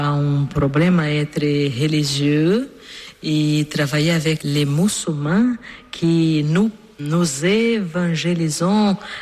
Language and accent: French; Brazil; French is a second language; now in Paris, France; Je suis brésilienne.